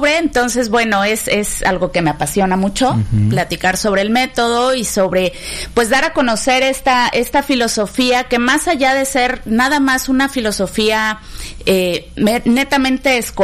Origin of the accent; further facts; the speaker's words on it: Mexico City, Mexico; born there; mientras vivíamos en la Ciudad de México